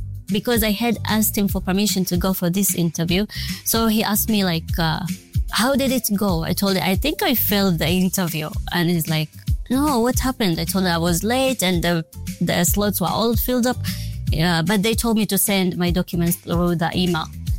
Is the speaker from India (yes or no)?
no; Kenya; now in Qatar; So I came directly from Kenya to Qatar. So it's like Qatar gave me the first experience of being out of the country, actually.